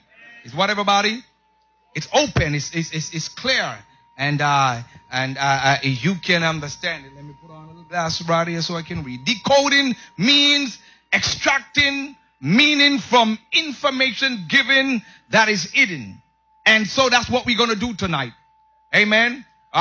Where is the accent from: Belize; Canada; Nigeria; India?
Belize; Southern Belize; I'm from the South. Deep South.